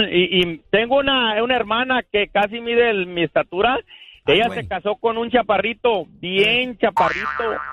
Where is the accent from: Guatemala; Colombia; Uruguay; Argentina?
Guatemala; Mira, yo para empezar, yo soy de Guatemala